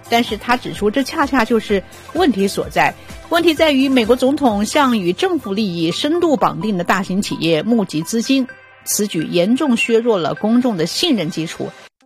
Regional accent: China; 因为那个是我们中国人常说的嘛

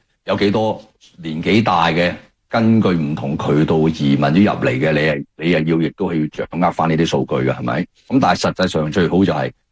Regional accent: Hong Kong; now in Canada; 我哋香港人

